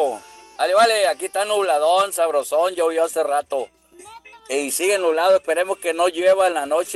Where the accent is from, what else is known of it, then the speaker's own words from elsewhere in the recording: Mexico; Creo que soy puro mexicano.